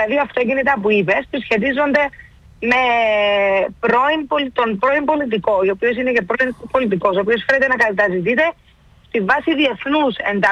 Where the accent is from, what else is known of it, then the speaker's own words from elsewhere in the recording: Limassol, Limassol District, Cyprus; now in Nicosia, Cyprus; Λοιπόν, ωραία η πόλη μου.